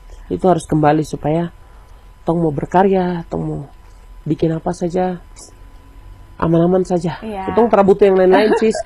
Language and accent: Indonesian; Wamena, Highland Papua, Indonesia; Saya pasti Wamena lah. Saya lahir dan besar di sini, cuaca dan segala macam tong sudah terbiasa dan di sini.